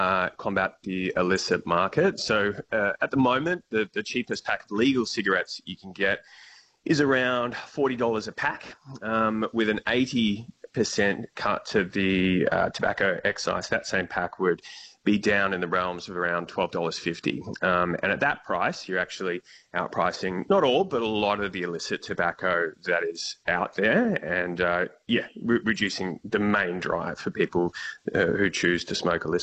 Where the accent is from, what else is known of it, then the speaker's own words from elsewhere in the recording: Victoria, Australia; my home state of Victoria